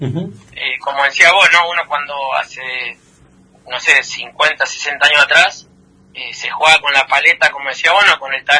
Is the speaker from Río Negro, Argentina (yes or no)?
no; Concepción del Uruguay, Entre Ríos, Argentina; born there; Yo tengo 27 años, sí, cumplí hace poquito, el 4 de junio. Soy de Concepción del Uruguay, Entre Ríos. Nací ahí, ¿no? Tengo toda mi familia ahí.